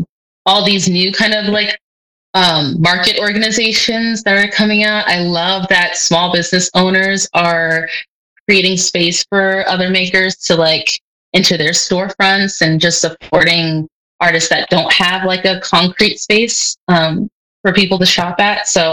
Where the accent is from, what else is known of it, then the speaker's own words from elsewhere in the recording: Lawrence, Kansas, United States; now in Kansas City, United States; I grew up in Lawrence. So when I first graduated, I like stayed in Lawrence for like just a couple months.